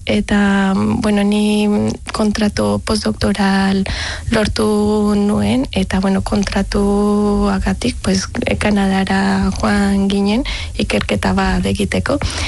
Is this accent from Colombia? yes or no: yes; Colombia; Basque is a second language; now in Basque Country, Spain